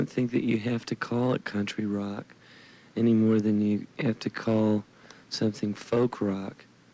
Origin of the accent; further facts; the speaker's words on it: the South, United States; I was brought up in the South, and I never knew the difference between Negro gospel music and country music.